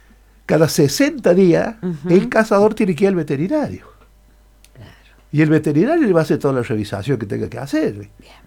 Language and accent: Spanish; San Juan, Argentina; tenía que juzgar en mi país de origen.